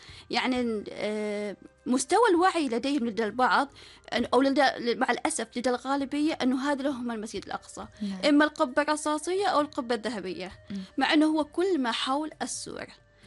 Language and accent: Arabic; Oman; احنا كعمانيين